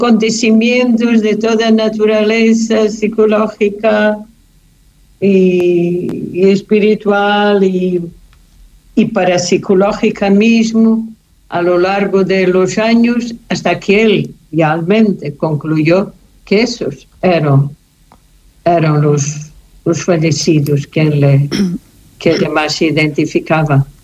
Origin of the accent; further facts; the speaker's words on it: Portugal; born there; first language Portuguese; Spanish is a second language; Pero con frases que en otro sitio de Portugal no existen, pero sí en el sitio donde yo nací, que es el sur de Portugal.